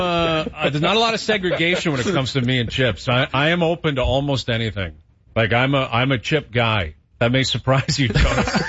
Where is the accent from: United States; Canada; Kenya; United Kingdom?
Canada; I'm a Canadian, too.